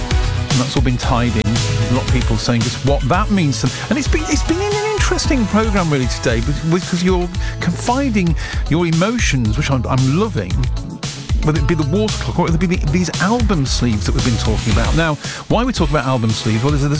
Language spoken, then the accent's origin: English; Beeston, East Midlands, United Kingdom; from Beeston.